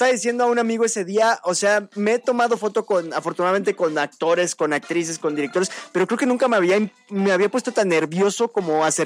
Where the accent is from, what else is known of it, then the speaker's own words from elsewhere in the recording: Mexico; cómo somos como mexicanos y cómo podemos ingeniárnoslas para traer un mundial a México